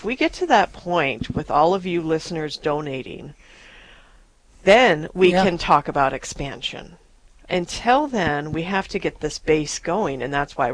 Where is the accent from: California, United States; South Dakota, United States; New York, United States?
South Dakota, United States; Rapid City; I was born and raised in Rapid, you just get used to that.